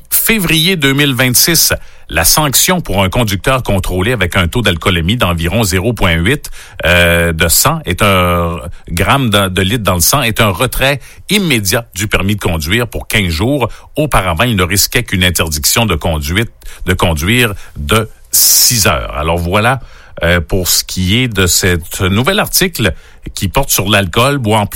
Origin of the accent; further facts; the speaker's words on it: Canada; chez nous au Canada ou encore aux États-Unis.